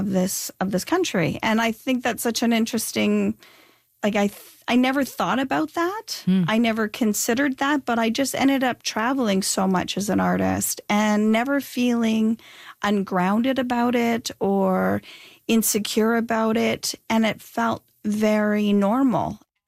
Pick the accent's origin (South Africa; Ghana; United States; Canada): Canada; Northern Canada; moved away; I come from the North, no theater training, no dance training, no piano, no nothing, no singing lessons.